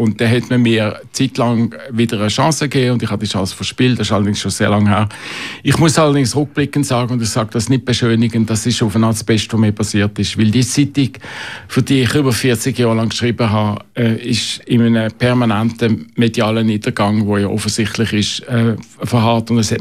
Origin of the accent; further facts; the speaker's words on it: Basel, Basel-Stadt, Switzerland; German is a second language; moved away as an adult; also born or lived in Bern; now in Zurich, Switzerland; Ich bin in Bern geboren, in Basel aufgewachsen. Meine Mutter war eine fröhliche Welsche, mein Vater ein gebildeter Protestant. Und wir haben auch Französisch geredet. Ich habe Deutsch in der Schule gelernt, bin in Basel aufgewachsen